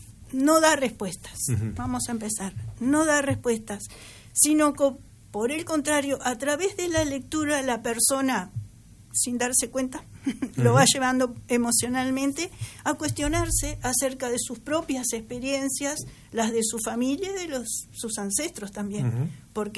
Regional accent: Juan Lacaze, Colonia, Uruguay; Cuando yo a mis 8 años, viviendo en Juan Lacase, yo nací en Juan Lacase

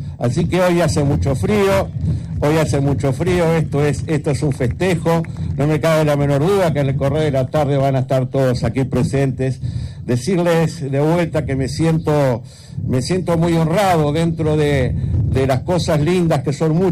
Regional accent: Carmelo, Colonia, Uruguay; provengo de Carmelo, de un lugar donde la tradición siempre se ha mantenido muy viva.

